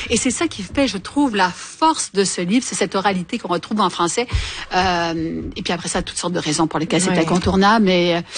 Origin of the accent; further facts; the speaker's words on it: Quebec, Canada; born there; je suis née au Québec de parents haïtiens